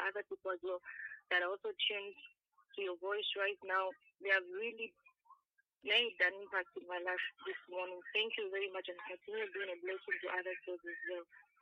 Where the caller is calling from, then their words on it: Kolwezi, Lualaba, DR Congo; I'm calling from Kolwezi.